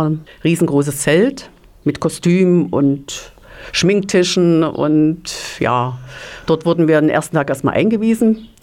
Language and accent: German; Ehrenberg, Germany; Ich komme aus Ehrenberg, also das ist ein Ort, der ein paar Kilometer entfernt ist, auch vom Drehort.